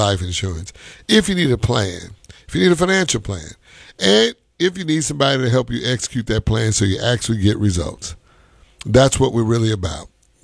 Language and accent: English; United States; Well, listen, I'm an American. And for a long time, I was a consumer.